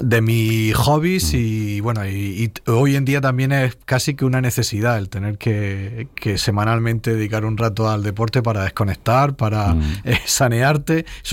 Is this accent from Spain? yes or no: yes; Huércal-Overa, Andalusia, Spain; es la calle Lepanto y la calle Juan de Austria, que es donde yo nací, donde viví mi infancia y donde viven mis padres todavía